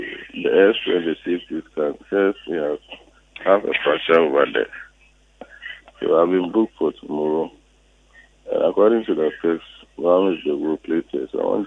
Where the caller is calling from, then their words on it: Ghana; I'm calling from Mansia.